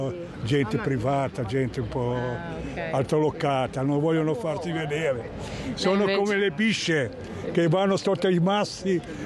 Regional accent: Genoa, Liguria, Italy; born there; Sono nato a Genova

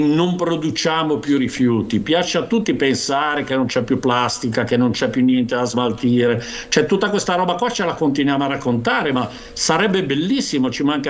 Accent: Turin, Piedmont, Italy; io ho 58 anni, quando ero ragazzino a Torino andavo a comprare il latte con la bottiglia

